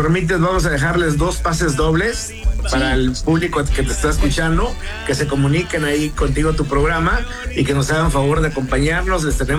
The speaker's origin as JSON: {"language": "Spanish", "country": "Mexico", "said": "la base sólida, cultural, gastronómica, histórica que tenemos como mexicanos"}